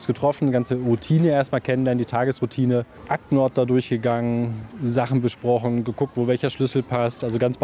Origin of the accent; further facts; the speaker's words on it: Hanover, Lower Saxony, Germany; moved away as an adult; also born or lived in southern Germany / Nuremberg; now in Bremerhaven, Germany; Ich komme ursprünglich aus Hannover, war jetzt 15 Jahre in Süddeutschland in Zoos, wollte wieder zurück in den Norden.